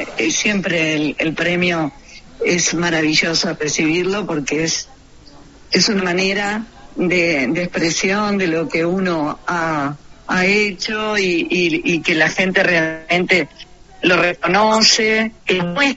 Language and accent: Spanish; Uruguay